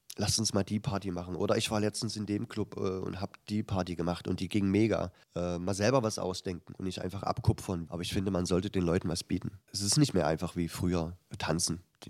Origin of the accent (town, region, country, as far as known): Halle, Saxony-Anhalt, Germany; born or raised there